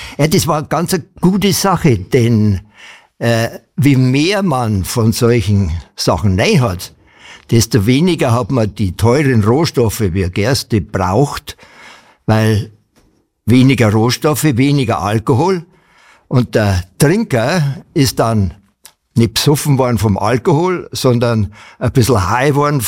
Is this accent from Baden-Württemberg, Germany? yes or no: no; Murnau, Bavaria, Germany; Eigentlich ganz einfach, ich bin in der Brauerei groß geworden. Also mein Großvater hat 1912 die Brauerei in Murnau gekauft.